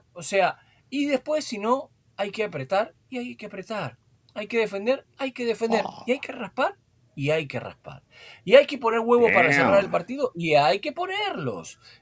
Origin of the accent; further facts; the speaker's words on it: Argentina; yo soy español también, mis abuelos eran españoles, y en Argentina hay un montón de gente que viene de descendencia española